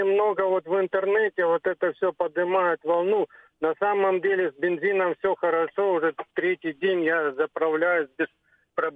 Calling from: Krasnodar, Krasnodar Krai, Russia; из Краснодара

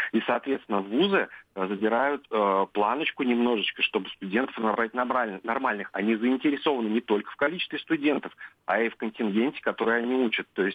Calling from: Nizhny Novgorod, Nizhny Novgorod Oblast, Russia; Мы сами из Нижнего Новгорода, из Нижегородской области.

